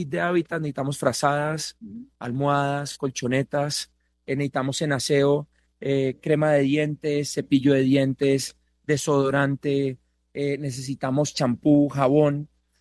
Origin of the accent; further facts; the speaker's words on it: Colombia; Miren, cuando nos unimos como colombianos sin banderas políticas, sin nada, lo que logramos no tiene palabras.